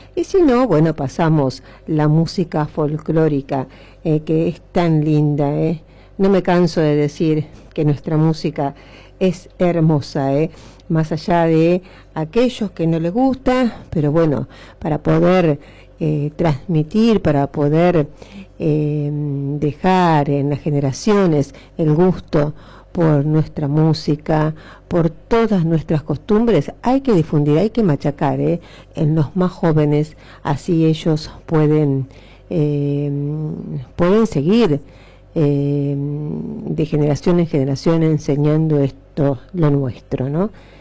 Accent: Argentina; nuestra identidad nacional, como argentino

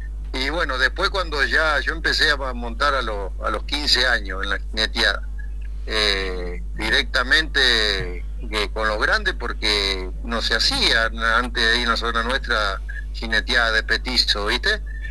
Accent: Alpachiri, La Pampa, Argentina; also born or lived in General Acha; siempre hemos estado en los pagos de Alpachiri, si bien soy nacido en General Hacha

